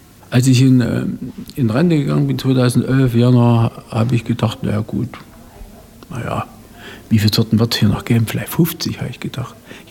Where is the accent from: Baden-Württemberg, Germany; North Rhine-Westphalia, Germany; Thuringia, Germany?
Thuringia, Germany; Großkochberg; Ich bin in Großkochberg auf dem Bauernhof aufgewachsen.